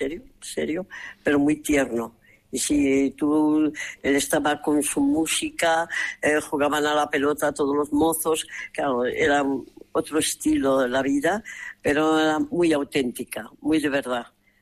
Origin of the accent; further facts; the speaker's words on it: Beteta, Castilla-La Mancha, Spain; moved away; estoy en Beteta, mi pueblo, mi tierra, mi pueblo que me vio nacer